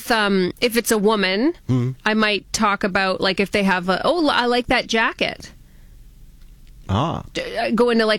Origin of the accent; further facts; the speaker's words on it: Canada; we love being Canadian